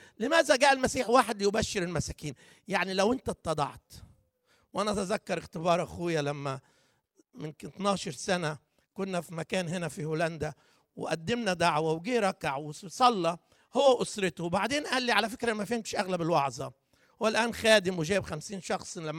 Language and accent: Arabic; Upper Egypt, Egypt; now in Netherlands; انا اخوكم صعيدي